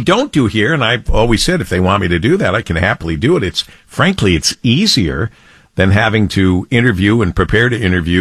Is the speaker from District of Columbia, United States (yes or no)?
no; Monroe, Michigan, United States; moved away; also born or lived in New York / Philadelphia; I was born and raised in Monroe, Michigan, and I've never hidden that fact.